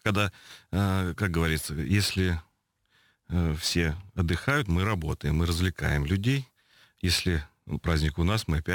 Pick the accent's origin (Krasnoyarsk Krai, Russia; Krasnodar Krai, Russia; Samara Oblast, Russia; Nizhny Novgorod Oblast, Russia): Samara Oblast, Russia; Novokuybyshevsk; я вырос в Новокуйбышевске, родился в Новокуйбышевске